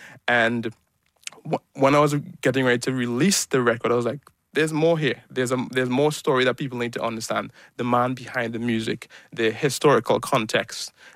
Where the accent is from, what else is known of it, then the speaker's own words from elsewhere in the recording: Trinidad & Tobago; I'm a Trinidadian